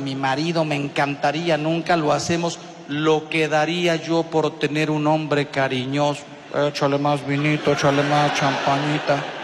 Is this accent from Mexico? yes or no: yes; Mexico; moved away; Yo soy de México, no sé si por aquí habrá alguno de México y coincide conmigo.